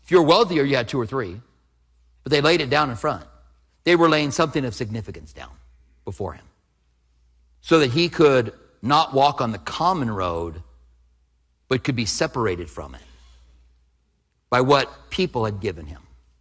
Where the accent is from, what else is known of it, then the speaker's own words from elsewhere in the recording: Clinton, Iowa, United States; Clinton, Iowa, which I am from there.